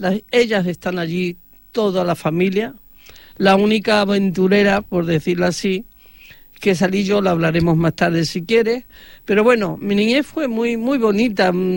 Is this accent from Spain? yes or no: yes; Seville, Andalusia, Spain; moved away as an adult; now in Catalonia, Spain; mi niñez se desarrolló en Triana al 100%, mis primeros estudios en la calle, en el Colegio de San Jacinto de Triana. La verdad, hasta me casé, ya viviendo en Cataluña